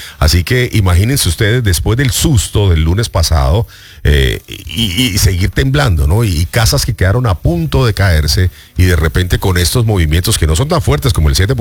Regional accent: Colombia; yo soy colombiano y tengo que ayudar.

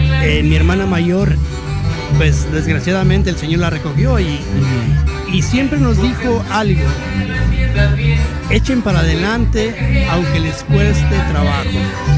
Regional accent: Mexico City, Mexico; born there; moved away; Pues vengo de una familia pobre. Yo nací en la capital. Mi mamá y mi papá eran... mi mamá de Michoacán, mi papá también de Michoacán. Soy el hermano mayor que queda ahora.

